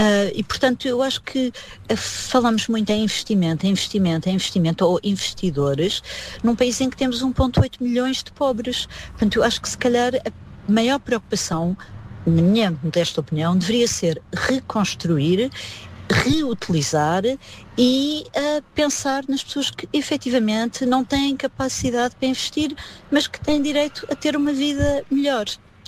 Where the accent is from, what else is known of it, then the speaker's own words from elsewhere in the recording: Lisbon, Portugal; E eu, como lisboeta, sei que, por exemplo, se nós formos ver, grandes bairros em Lisboa foram construídos tendo o apoio do Estado.